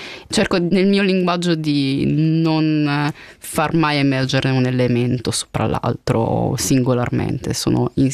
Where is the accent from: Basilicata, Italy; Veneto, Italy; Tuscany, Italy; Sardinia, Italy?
Tuscany, Italy; Livorno; Sono di Livorno.